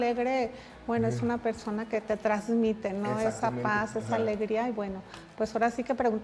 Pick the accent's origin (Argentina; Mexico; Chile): Mexico; como mexicanos pues nos lleva hasta allá